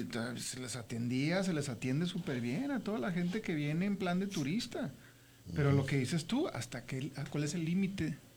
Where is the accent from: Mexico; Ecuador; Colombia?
Mexico; Estamos mal nosotros, ¿no? Como mexicanos.